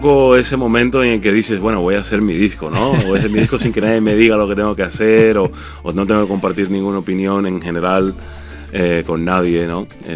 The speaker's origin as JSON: {"language": "Spanish", "country": "Cuba", "moved": "yes", "lives_now": "Madrid, Spain", "said": "en el mundo cubano, de donde yo vengo, porque yo soy cubano"}